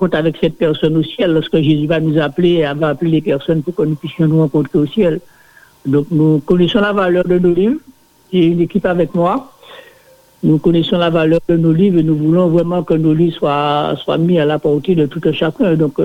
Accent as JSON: {"language": "French", "town": "Saint-François", "country": "Guadeloupe", "said": "je suis de Saint-François, je suis membre de l'église de Le Moule, l'église adventiste du septième jour."}